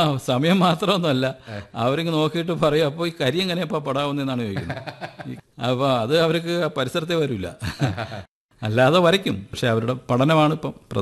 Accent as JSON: {"language": "Malayalam", "town": "Hariharapuram", "region": "Kerala", "country": "India", "tie": "born or raised there", "said": "ഇങ്ങനെയുള്ള ഒരു പ്രകൃതി രമണീയമായ ഹരിഹരപുരം എന്ന എന്റെ ഗ്രാമത്ത് ജനിച്ചു വളർന്നതിന്റെ ആ ഗുണം കൂടി എനിക്ക് തീർച്ചയായിട്ടും"}